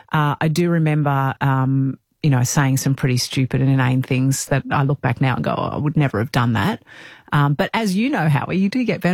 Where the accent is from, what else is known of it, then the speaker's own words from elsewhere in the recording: Melbourne, Victoria, Australia; I was from Melbourne